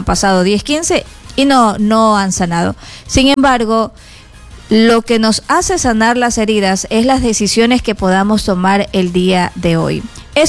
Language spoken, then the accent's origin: Spanish; Ecuador; los días que estamos viviendo los ecuatorianos son muy malos